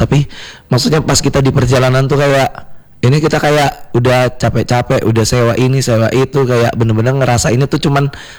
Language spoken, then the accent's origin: Indonesian; Madiun, East Java, Indonesia; Nah, aku tuh kampungnya di Madiun. Abis itu di kampungku Madiun itu satu rumah itu kita akhirnya sewa bis untuk jalan-jalan ke Jogja.